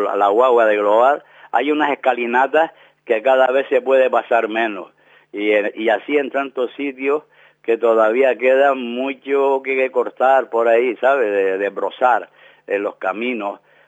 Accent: Spain; Ahora somos todos españoles, pero también lo éramos antes, ¿no?

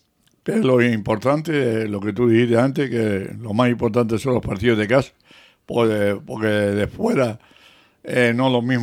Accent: Canary Islands, Spain

